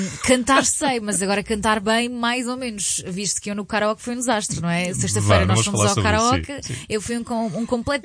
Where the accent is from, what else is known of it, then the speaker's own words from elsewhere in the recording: Bulgaria; now in Portugal; eu sou da Bulgária